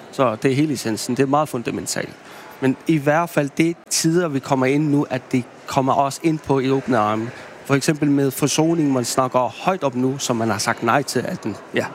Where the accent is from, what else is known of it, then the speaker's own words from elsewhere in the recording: Greenland; first language Greenlandic; Danish is a second language; som det eneste officielle sprog i Grønland. Mit valgkreds, det er grønlandsk. Det er mit modersmål.